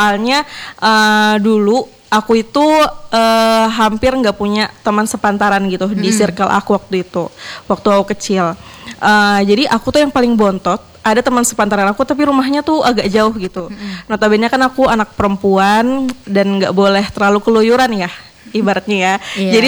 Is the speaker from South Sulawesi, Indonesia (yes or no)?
no; Samboja, East Kalimantan, Indonesia; born or raised there